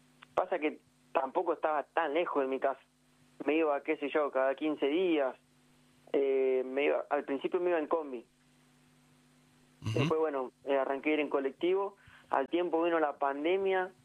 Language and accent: Spanish; Carmen de Areco, Buenos Aires Province, Argentina; Sí. Tenemos buena gente y tenemos hoy en día gente que viene mucho a correr para este lado y nos deja bien parados.